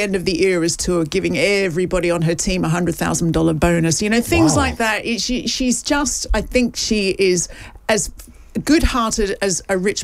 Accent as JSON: {"language": "English", "country": "Australia", "said": "In my defence, I'm from Australia"}